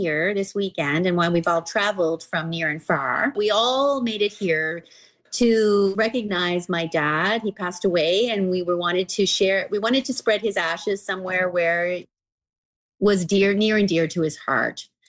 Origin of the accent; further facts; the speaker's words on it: Cape Breton, Nova Scotia, Canada; I grew up here in Cape Breton